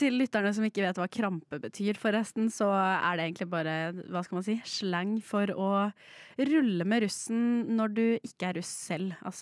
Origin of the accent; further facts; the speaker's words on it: Knapstad, Østfold, Norway; Jeg er fra Østfold, men ja, det er ikke så mange som vet hvor Knapstad er, så vi kan si det er i Akershus.